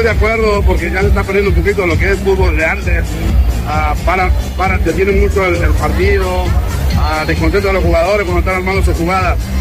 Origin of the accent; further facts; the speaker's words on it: Argentina; Argentina.